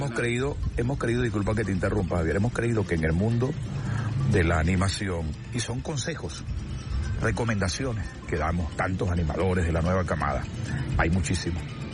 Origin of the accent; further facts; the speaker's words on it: Guayabal, Guárico, Venezuela; Yo vengo de Guayabal, la tierra de los maizales.